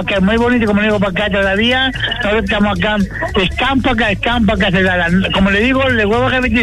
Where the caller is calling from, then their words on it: Los Álamos, Biobío, Chile; Yo pertenezco a la comuna de Álamos, pero yo soy del campo, del sector Sara de Lebu.